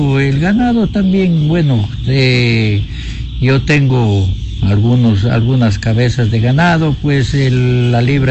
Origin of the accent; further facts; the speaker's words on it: Santa Isabel, Azuay, Ecuador; moved away as an adult; now in San José de Morona, Ecuador; yo dependo de una familia pobre. Vengo de la provincia de la Azuay, cantón Santa Isabel, parroquia La Unión. De La Unión de Yunguilla vine a La Unión de San José de Morona. Yo vine en el 1981 cuando fue las invasiones de Paquisha